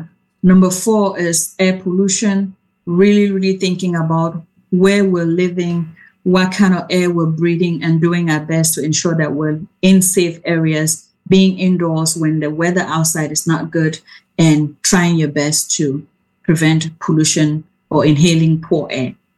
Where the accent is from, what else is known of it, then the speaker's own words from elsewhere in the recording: Cameroon; I know I come from Cameroon and soccer is a big thing and a lot of heading of the ball.